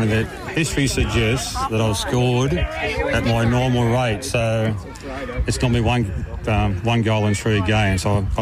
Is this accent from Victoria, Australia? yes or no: no; Newcastle, New South Wales, Australia; born there; moved away as an adult; also born or lived in Albury / Mount Gambier